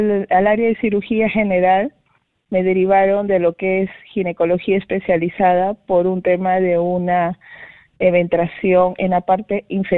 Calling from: Lima, Peru; Me llamo de acá, de Lima, en el distrito de San Miguel.

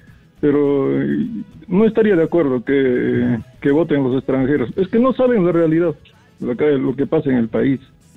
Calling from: Cusco, Peru; Yo soy un cusqueño, yo mando para mi pueblo, para mi madre, así, dinero.

